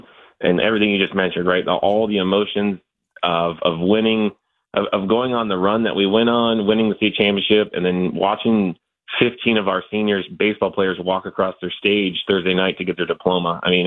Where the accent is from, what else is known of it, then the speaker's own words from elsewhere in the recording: Tempe, Arizona, United States; growing up in Tempe, went to ASU baseball games my entire life.